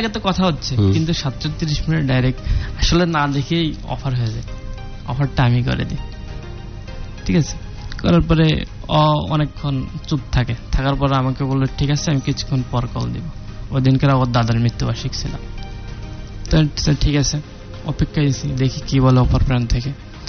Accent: Magura District, Khulna Division, Bangladesh; আর আমার বাড়ি ছিল মাগুরা ডিস্ট্রিক্টে

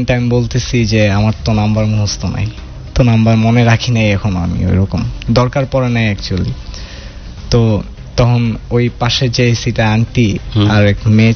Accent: Narayanganj, Dhaka Division, Bangladesh; also born or lived in Mymensingh; তো আমি মাইনসিং থেকে বিলং করি, আর ছোটবেলা থেকে বেড়ে ওঠা নারায়ণগঞ্জে আমার আব্বুর জব পারপাসের কারণে আর কি।

